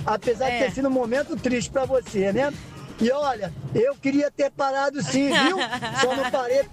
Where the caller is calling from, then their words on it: São Paulo, Brazil; de Interlagos